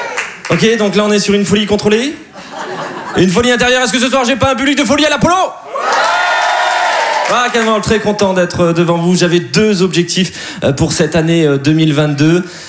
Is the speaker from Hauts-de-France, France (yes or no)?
yes; Dunkirk, Hauts-de-France, France; now in Lille, France; je suis originaire de Dunkerque près de Los Angeles. Et maintenant j'habite à Lille dans l'Illinois.